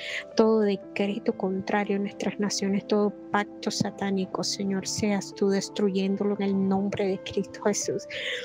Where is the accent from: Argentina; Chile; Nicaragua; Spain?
Nicaragua; Les saludo desde mi tierra, Nicaragua